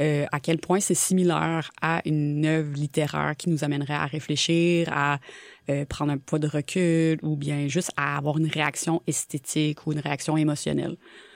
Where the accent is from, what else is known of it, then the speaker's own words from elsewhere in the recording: Chartierville, Quebec, Canada; Moi, je viens de la campagne très profonde où c'est que, à part jouer à l'extérieur dehors, moi, il n'y a pas grand-chose à faire d'autre.